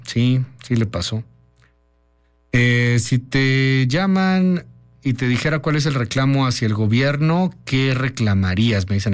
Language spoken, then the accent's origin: Spanish; Mexico; Somos mexicanos comodinos, que mientras no nos toque uno que México rueda y arda.